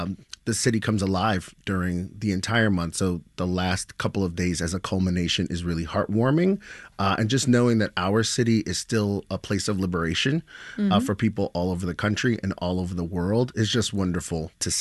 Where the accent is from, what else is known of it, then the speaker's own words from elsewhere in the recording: New York, United States; I'm from New York